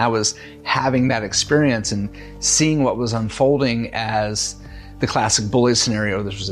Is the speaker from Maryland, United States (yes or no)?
yes; Baltimore, Maryland, United States; And as a smaller kid growing up in Baltimore, I knew what it was like to be bullied.